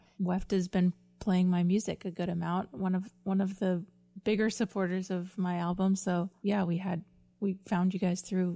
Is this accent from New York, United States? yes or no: no; Tucson, Arizona, United States; moved away as an adult; now in Nashville, United States; I'm from Tucson, Arizona, originally